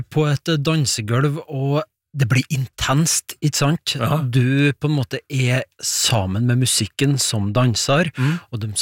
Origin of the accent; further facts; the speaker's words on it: Trøndelag, Norway; accent: Trøndelag dialect; hvis jeg skal bruke min egen dialekt fra Trøndelag, altså vi sier kvovne, men vi sier kvomne.